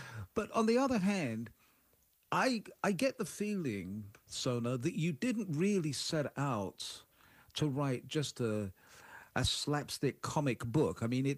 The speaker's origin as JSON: {"language": "English", "country": "United Kingdom", "said": "well, I'm British, so what do I know?"}